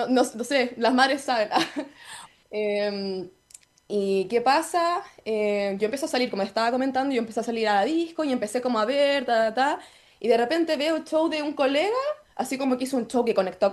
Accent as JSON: {"language": "Spanish", "town": "Castro", "region": "Los Lagos", "country": "Chile", "tie": "born or raised there", "moved": "as an adult", "said": "yo soy de Castro, de toda la vida, solo que por estudios claramente tuve que estudiar fuera y me encuentro fuera, pero siempre estoy viajando."}